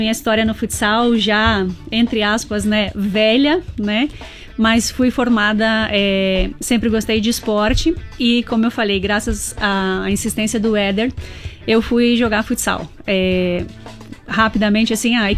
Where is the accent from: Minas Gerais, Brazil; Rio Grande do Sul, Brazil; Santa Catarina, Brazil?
Santa Catarina, Brazil; Chapecó; Sou barriga verde, sou natural aqui de Chapecó